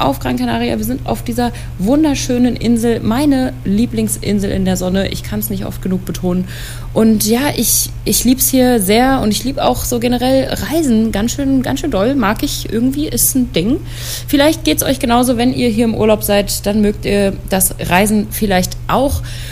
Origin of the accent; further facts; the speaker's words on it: Germany; moved away; in meiner Heimat in Deutschland